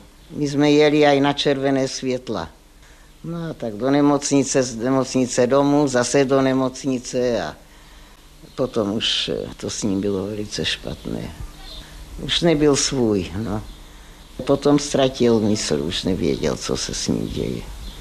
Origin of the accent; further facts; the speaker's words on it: Moravia, Czechia; Tak já jsem tam jednou přišla a on se mě ptal, odkud jste, slečno? A já povídám, z Moravy.